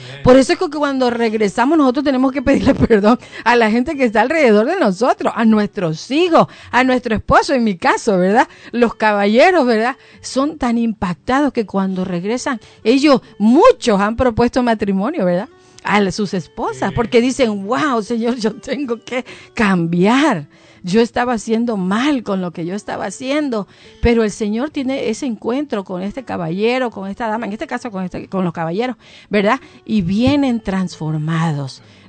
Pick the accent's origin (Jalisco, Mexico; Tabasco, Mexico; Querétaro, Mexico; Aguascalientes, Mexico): Tabasco, Mexico; como somos de Tabasco las dos, entonces sabemos, ¿verdad?, el lenguaje de Tabasco.